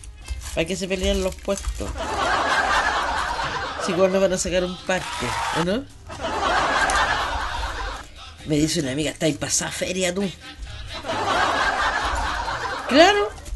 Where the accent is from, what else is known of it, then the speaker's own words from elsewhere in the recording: Chile; Siempre chilenos somos así. Si no somos nada japoneses, somos chilenos nomás medio desordenados